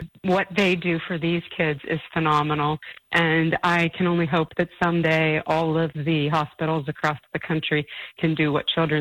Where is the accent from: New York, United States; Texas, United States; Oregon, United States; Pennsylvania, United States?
Pennsylvania, United States; Erie; I'm from Erie.